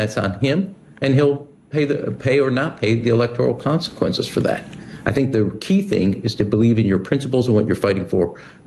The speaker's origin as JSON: {"language": "English", "town": "Chicago", "region": "Illinois", "country": "United States", "said": "And I'm from Chicago. I know everything there you need to know around corruption"}